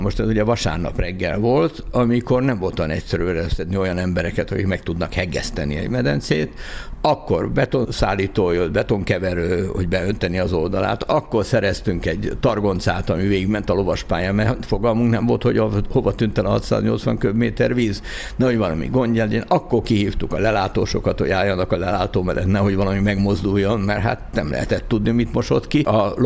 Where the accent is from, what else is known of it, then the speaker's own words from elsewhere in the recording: Agárd, Fejér, Hungary; also born or lived in Budapest; Igen, hát én 4 éves voltam, amikor Zuglóból oda költöztünk, mert államos kitották édesapám pékségét, és lementünk az agárdi házunkba.